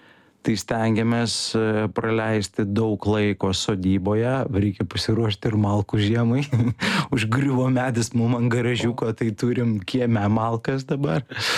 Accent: Klaipėda, Klaipėda County, Lithuania; moved away as an adult; now in Vilnius, Lithuania; aš kaip klaipėdietis, aš visada turėjau kur važiuoti. Aš turėjau Šventąją, aš turėjau Palangą, aš turiu Kintus, Ventės Ragą, Nidą galų gale ir taip toliau, ir taip toliau. Ten Klaipėda yra puikus taškas. Kuomet atsikėliau gyventi Vilniuje

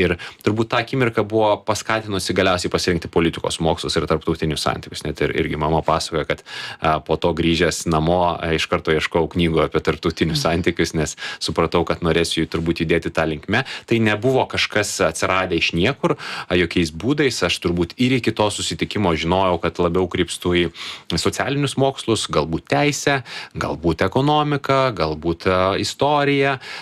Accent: Vilnius, Vilnius County, Lithuania; born or raised there

